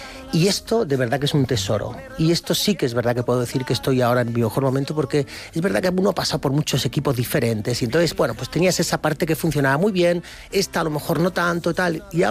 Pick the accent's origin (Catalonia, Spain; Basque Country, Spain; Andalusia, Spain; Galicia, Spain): Andalusia, Spain; Málaga; Soy de Málaga y eso se nota, claro.